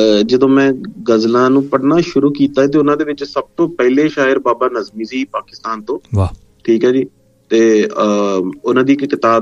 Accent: Ajnala, Punjab, India; now in Amritsar, India; Basically ਮੇਰਾ ਪਿੰਡ ਜਿਹੜਾ ਵਾ ਉਹ ਅੰਮ੍ਰਿਤਸਰ ਦੇ ਬਿਲਕੁਲ ਕੋਲ ਅਜਨਾਲਾ ਕਸਬਾ ਹੈ, ਉਹਦੇ ਲਾਗੇ ਸਾਡਾ ਪਿੰਡ ਗੁੱਜਾ ਵੀਰ ਆ, ਛੋਟਾ ਜਿਹਾ ਪਿੰਡ ਆ ਤੇ ਹਾਂਜੀ ਮੈਂ ਬੇਸਿਕਲੀ ਉੱਥੋਂ ਬਿਲੋਂਗ ਕਰਦਾ।

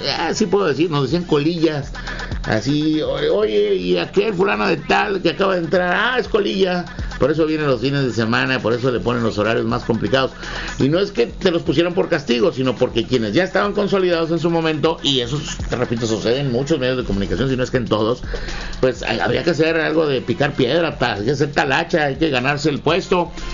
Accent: Mexico; los mexicanos, que nuestro ADN va mucho con ello

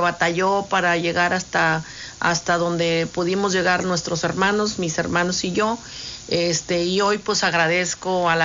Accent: Ciudad Victoria, Tamaulipas, Mexico; born there; Estudié la primaria en una colonia de aquí de Victoria, muy conocida, de las más colonias más viejas de Victoria, la colonia Héroe de Nacozari. Luego estudié la secundaria 1, era la que me quedaba cerca de mi casa.

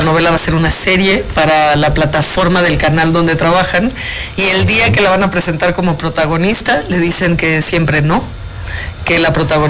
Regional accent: Mexico City, Mexico; also born or lived in Oaxaca; Pero ya regresé, ya soy chilanga de nuevo.

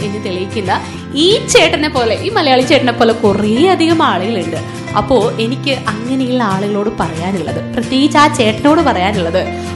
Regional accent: Kerala, India

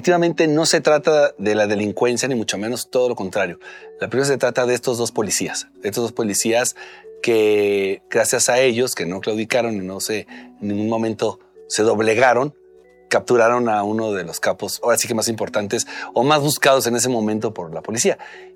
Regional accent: Mexico; Y eso me hace sentir orgulloso como mexicano

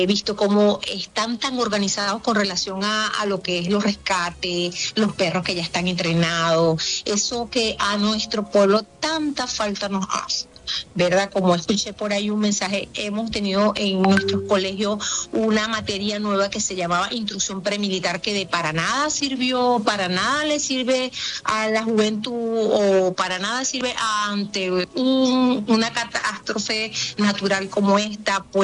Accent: Venezuela; todo lo que nosotros como venezolanos hemos tenido que vivir durante todos estos años

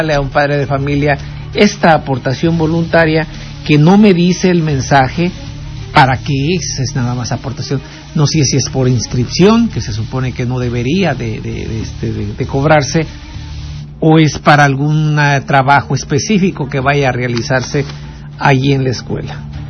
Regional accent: Mexico

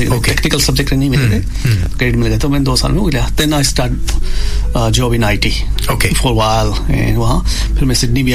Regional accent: Rajasthan, India; accent: Indian; also born or lived in New Zealand; now in Australia; मैं तो राजस्थान से हूँ, मारवाड़ी मारवाड़ी खून है

